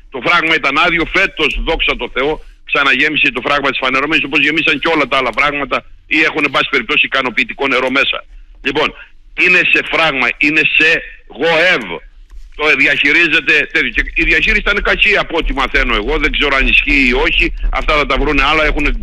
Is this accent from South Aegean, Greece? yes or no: no; Metaxochori, Crete, Greece; Και εγώ στο χωριό μου, στο Μεταξογόρι, δεν πήγα καθόλου σε ελιασμού.